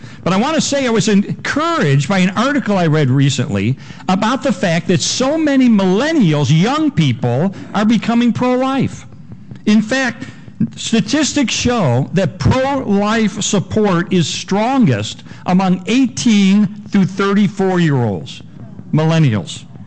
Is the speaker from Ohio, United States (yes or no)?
no; Chicago, Illinois, United States; moved away as an adult; now in Texas, United States; I moved to Texas, and I'm from Chicago.